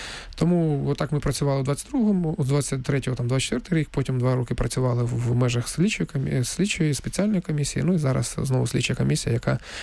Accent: Donetsk, Donetsk Oblast, Ukraine; moved away as an adult; я сам з Донецька

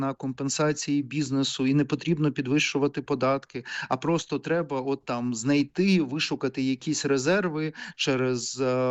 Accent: Kyiv, Ukraine; там я як киянин це бачу постійно протягом всіх років війни

